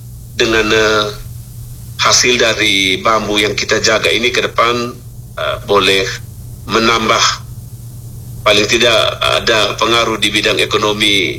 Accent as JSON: {"language": "Indonesian", "town": "Golewa", "region": "East Nusa Tenggara", "country": "Indonesia", "said": "Ya, khususnya untuk masyarakat kami, masyarakat Ngada, lebih khusus Golewa, dan juga desa kami yang kebetulan petani bambunya paling banyak."}